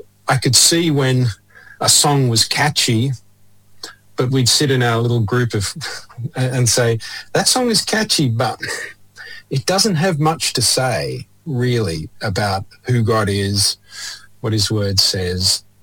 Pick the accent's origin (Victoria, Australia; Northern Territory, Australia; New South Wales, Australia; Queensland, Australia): New South Wales, Australia; Sydney; also born or lived in Bourke; the system that we grew up in Sydney